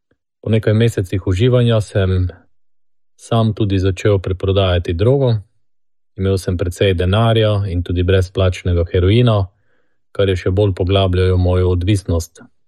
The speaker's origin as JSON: {"language": "Slovenian", "region": "Mura", "country": "Slovenia", "tie": "born or raised there", "moved": "yes", "lives_now": "Maribor, Slovenia", "said": "z družino živimo v Mariboru, odraščal sem pa v Prekmurju"}